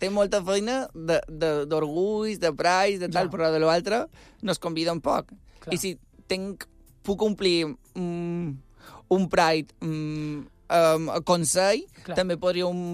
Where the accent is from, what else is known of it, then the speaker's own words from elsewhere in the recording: Andratx, Balearic Islands, Spain; accent: Mallorcan; Sóc d'Andràs i el nostre mallorquí tampoc és el millor del món.